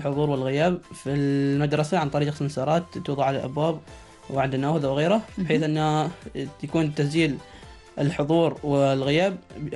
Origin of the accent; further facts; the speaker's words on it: Oman; وهذه المادة موجودة عندنا في عمان